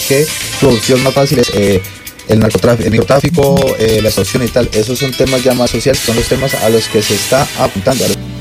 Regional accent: Colombia; todos vamos a seguir siendo colombianos

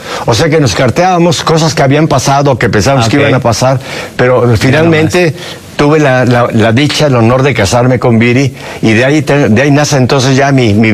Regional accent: Mexico City, Mexico; born or raised there; also born or lived in Spain

